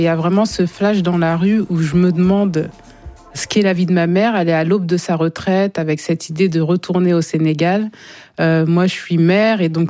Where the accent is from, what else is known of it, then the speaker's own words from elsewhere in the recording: Canteleu, Normandy, France; comment ça de Normandie, vous venez d'où? Je dis Rouen, mais Rouen, enfin Canteleu, mais où, près de Rouen, donc en Normandie.